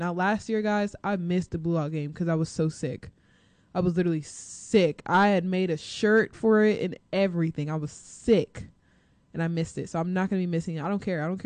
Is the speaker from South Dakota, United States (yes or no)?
no; Kansas City, Missouri, United States; now in Houston, United States; Kansas City Chiefs. I'm definitely going to be following him, because that's my hometown, and I love Kansas City